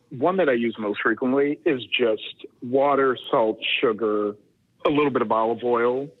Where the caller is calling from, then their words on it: Chicago, Illinois, United States; Chicago, Illinois.